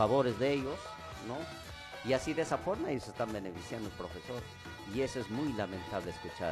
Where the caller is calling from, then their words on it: Peru